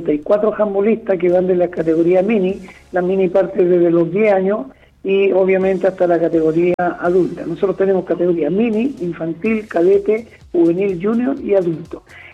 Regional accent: Chile

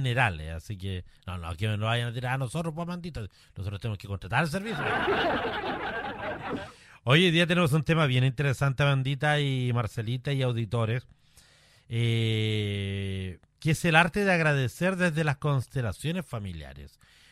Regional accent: Chile; volviendo un poquito a nosotros para identificarnos como chilenos

